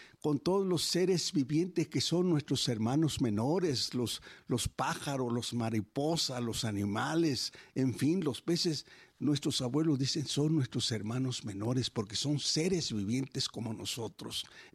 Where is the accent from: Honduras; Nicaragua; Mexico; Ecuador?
Mexico; Somos mexicanos hablando español.